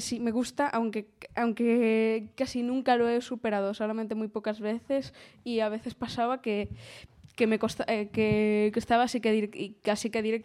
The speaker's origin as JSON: {"language": "Spanish", "town": "Madrid", "region": "Community of Madrid", "country": "Spain", "tie": "born or raised there", "lives_now": "Oviedo, Spain", "said": "En realidad soy de Madrid, de por allí. Por más que algunos que les sorprenda, no nací en Oviedo ni en Asturias. Nací en Madrid, solamente que nos mudamos aquí, a Oviedo, hace unos años."}